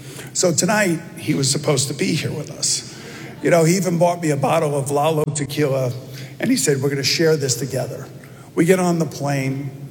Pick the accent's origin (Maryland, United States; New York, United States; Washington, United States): New York, United States; And I grew up in New York, so I knew about it, I understood it